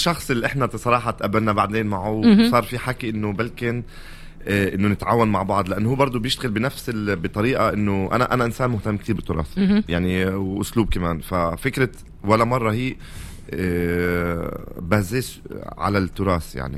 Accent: Palestine; كفلسطيني حتى في تونس بنحس حالنا عن جد في بلدنا

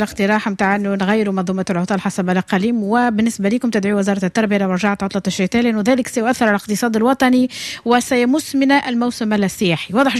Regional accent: Tunisia; احنا تونس صغيره

